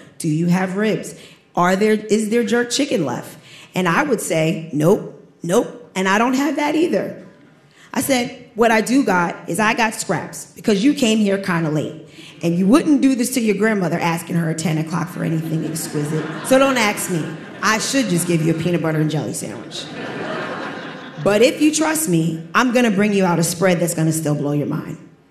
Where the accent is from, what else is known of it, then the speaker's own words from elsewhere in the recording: Staten Island, New York, United States; I'm from Staten Island, but I'm an 8th-generation direct descendant from Sandy Ground.